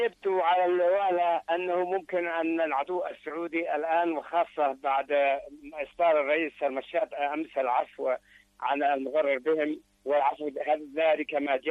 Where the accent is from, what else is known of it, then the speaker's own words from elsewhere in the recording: Yemen; كما تحدثت المسؤولون عندنا في صنعاء